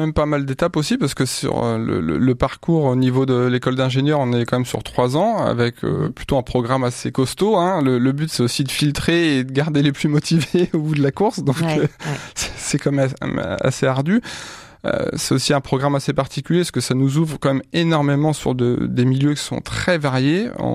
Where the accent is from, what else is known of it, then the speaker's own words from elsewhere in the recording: Chavagnes-les-Redoux, Pays de la Loire, France; Je suis originaire de Chavagnes-l'Herdoux, autour de Pouzauges, donc en Vendée, dans le bocage vendéen.